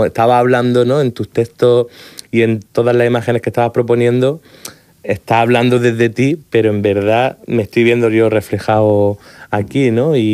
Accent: Jaén, Andalusia, Spain; Clichés que a mí ni me corresponden, porque yo soy de Jaén

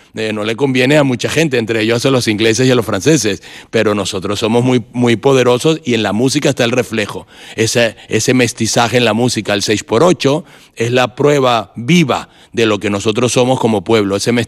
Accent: Spain; Que somos españoles, que teníamos, era el reino más poderoso, que la moneda se acuñaba en la Nueva España.

